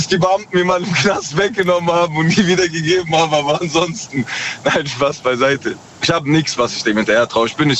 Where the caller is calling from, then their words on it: Tübingen, Baden-Württemberg, Germany; Ich komme aus Tübingen.